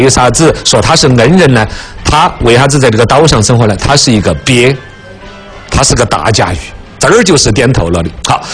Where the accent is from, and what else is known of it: China